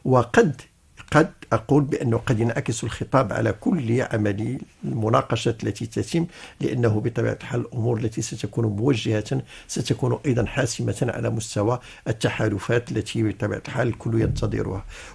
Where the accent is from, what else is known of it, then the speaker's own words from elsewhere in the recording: Morocco; عندنا في المغرب